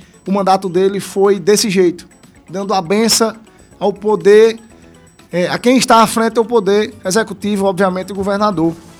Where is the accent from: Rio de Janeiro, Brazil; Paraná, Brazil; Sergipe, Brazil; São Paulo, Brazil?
Sergipe, Brazil; Porto da Folha; moved away as an adult; Eu sou filho de Porto da Folha. Eu nasci em Porto da Folha, me criei ali até os 21 anos e vim para a glória por falta de oportunidade.